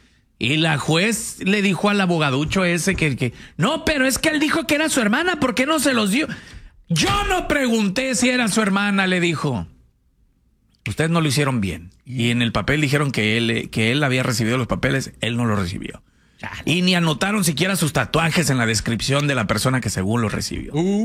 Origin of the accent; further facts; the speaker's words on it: Mexico; now in United States; I am American. Y ya salí de ahí y le dije, Soy mexicano a la vez.